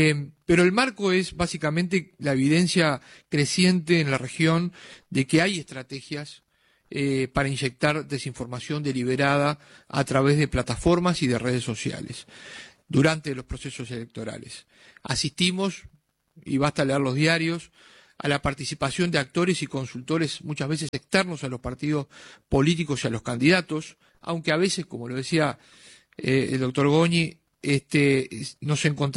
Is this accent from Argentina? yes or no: no; Uruguay